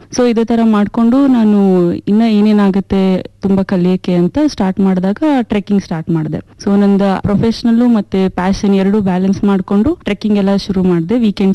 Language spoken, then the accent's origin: Kannada; Hubballi, Karnataka, India; ನಾನು ಹುಬ್ಬಳ್ಳಿಯಿಂದ ಬಂದಿದ್ದೀನಿ. ನಾನು ಹುಟ್ಟಿ ಬೆಳೆದಿದ್ದೆಲ್ಲ ಹುಬ್ಬಳ್ಳಿಯಲ್ಲೇನೆ, ನಂದು ಎಜುಕೇಷನ್ ಕೂಡ ಹುಬ್ಳಿಯಲ್ಲೇ ಆಗಿದೆ.